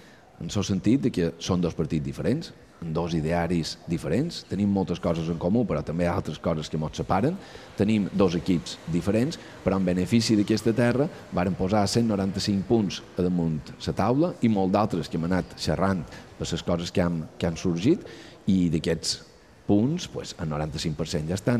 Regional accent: Balearic Islands, Spain; perquè de com siguem, de quin poble siguem, som mallorquins i això és el que hem de defensar.

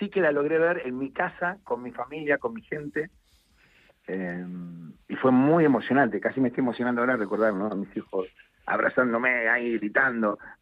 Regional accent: Argentina; now in Spain; porque viste cómo somos los argentinos, muy bestiales en la parte emocional.

